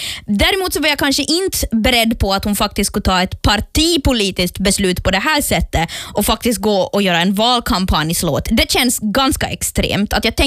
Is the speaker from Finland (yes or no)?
yes; Finland; now in Sweden; Men jag är ju ändå en svensk-finländsk tjej at heart. Och kan ibland sakna mitt hemland.